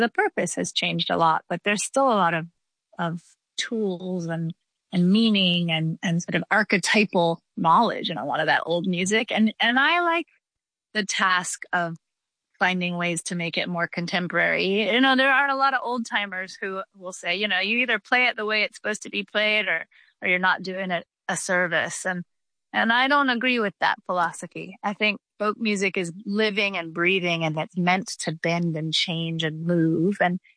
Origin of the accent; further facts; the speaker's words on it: Atlanta, Georgia, United States; We were born, … and I were born and raised in Atlanta, Georgia. We were children of the urban inner city public school system